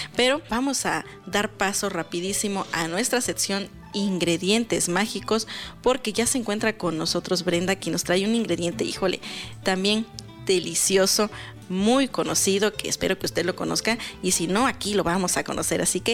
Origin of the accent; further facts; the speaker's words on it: Mexico; nuestro bonito valle de Tehuacán